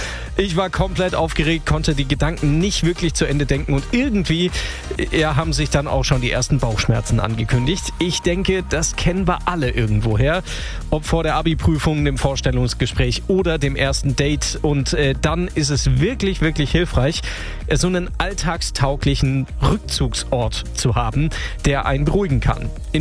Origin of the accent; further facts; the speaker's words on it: Esslingen, Baden-Württemberg, Germany; S1 aus meiner Heimatstadt Esslingen nach Stuttgart.